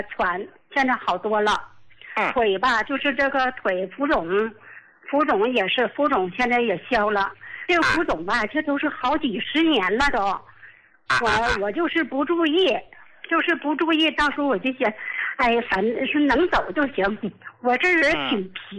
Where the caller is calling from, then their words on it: Qiqihar, Heilongjiang, China; 我是齐齐哈尔的。